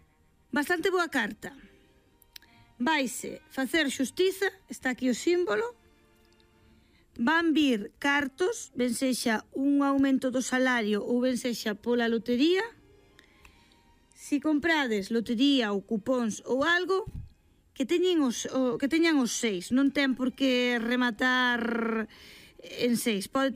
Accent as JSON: {"language": "Galician", "town": "Cedeira", "region": "Galicia", "country": "Spain", "said": "os que somos de Cedeira pensamos en Cedeira"}